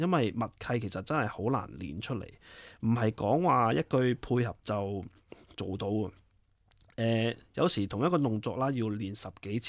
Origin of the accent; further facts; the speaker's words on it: China; now in Brisbane, Australia; 尤其是我哋身處喺外國啊，喺 Brisbane 啦，咁作為中國人咧，反而會更加想小朋友去接觸翻自己嘅文化